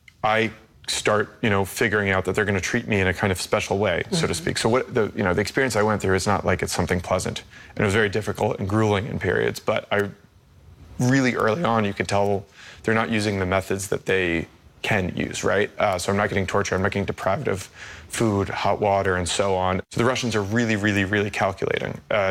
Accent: United States; And I'm an American journalist.

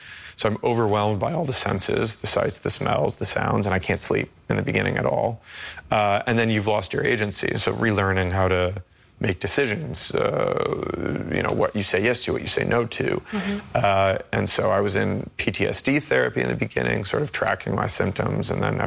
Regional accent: United States; And I'm an American journalist.

